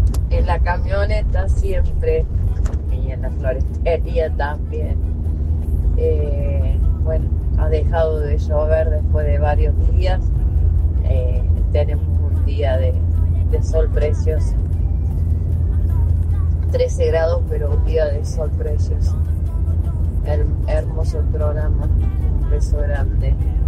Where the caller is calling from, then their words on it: Lloret de Mar, Catalonia, Spain; de Lloret de Mar.